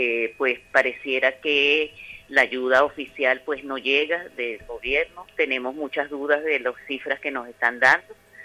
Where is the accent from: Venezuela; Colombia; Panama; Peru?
Venezuela; now in Granadilla de Abona, Spain